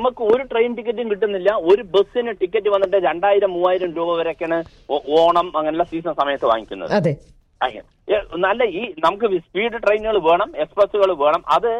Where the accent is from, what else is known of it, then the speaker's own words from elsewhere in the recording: Palakkad, Kerala, India; now in Dubai, United Arab Emirates; ഞാൻ പാലക്കാട്ടുകാരനാണ്.